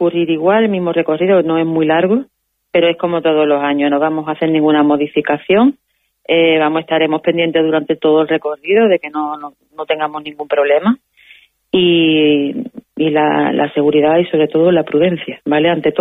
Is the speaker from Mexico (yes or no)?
no; Ceuta, Spain